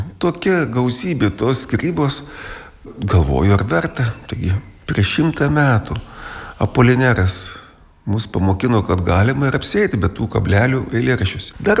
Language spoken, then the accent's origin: Lithuanian; Samogitia, Lithuania; born or raised there